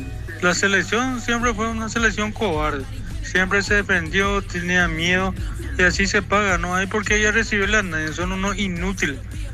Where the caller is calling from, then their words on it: Asunción, Paraguay; Yo soy del Bañado